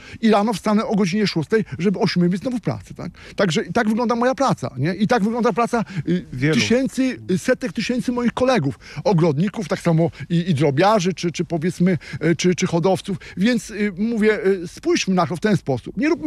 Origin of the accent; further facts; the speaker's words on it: Greater Poland Voivodeship, Poland; Ciocie, my jesteśmy, pochodzimy z Wielkopolski, jesteśmy rodziną.